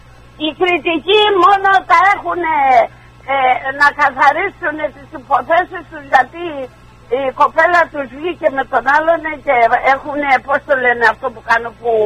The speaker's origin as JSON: {"language": "Greek", "region": "Crete", "country": "Greece", "said": "Είμαι κριτικιά και είμαι Ελληνίδα και αγαπώ τον τόπο μου"}